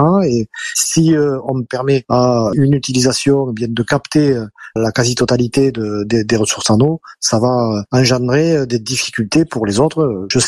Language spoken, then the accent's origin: French; Occitanie, France; Moi je fais partie d'un territoire où l'entendez mon accent, hein, qui est en difficulté en matière de ressources en eau.